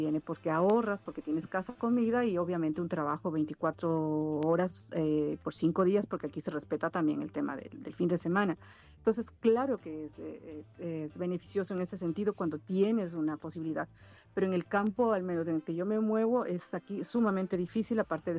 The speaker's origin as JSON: {"language": "Spanish", "town": "Riobamba", "region": "Chimborazo", "country": "Ecuador", "moved": "yes", "said": "esto es mi tierra. Yo me hubiera llevado la compra. Y siendo de Riobamba nomás."}